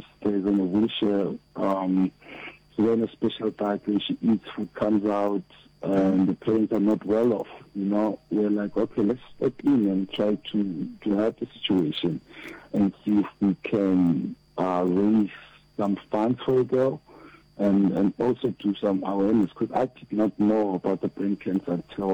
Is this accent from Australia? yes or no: no; Pretoria, Gauteng, South Africa; I'm from Pretoria. Come on now. Yes … I'm from Pretoria.